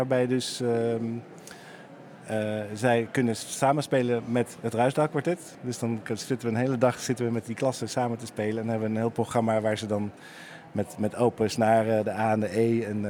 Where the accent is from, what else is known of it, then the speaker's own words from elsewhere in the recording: Rhede, Groningen, Netherlands; Ja, dit is mijn geboortegrond. En dat is eigenlijk een reden geweest om in Rhede een festival te gaan beginnen.